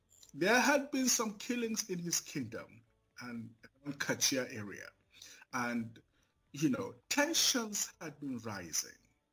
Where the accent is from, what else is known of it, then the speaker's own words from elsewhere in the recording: Nasarawa, Nigeria; I grew up in Nasarawa State because my father was a missionary, a pastor, an evangelist.